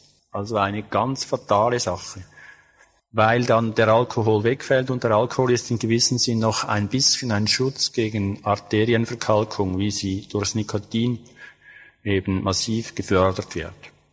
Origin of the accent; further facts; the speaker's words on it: Switzerland; Zum Teil gibt es bei uns in der Schweiz, weil wir so methadonfreudig sind, schon bereits 40-, 50-jährige Methadonabhängige